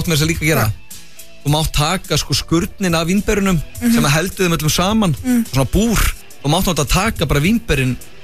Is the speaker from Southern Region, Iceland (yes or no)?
yes; Vestmannaeyjar, Southern Region, Iceland; var með svona krónunni í Vestmannum ég er frá Vestmannum eins og þjóðatíðin og allt þetta